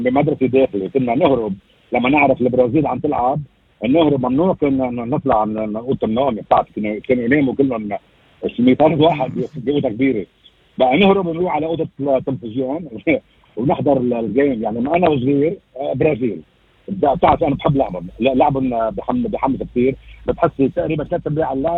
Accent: Lebanon; now in Australia; نحن ربينا ايام طفولتنا بلبنان

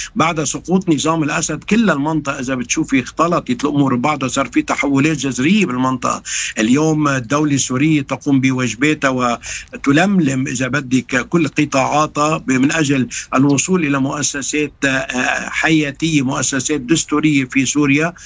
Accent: Lebanon

